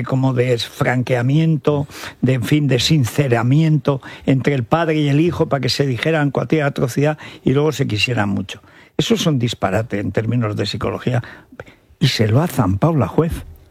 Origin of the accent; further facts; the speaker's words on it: Teruel, Aragon, Spain; Claro, yo vengo de Teruel y estoy muy maleado.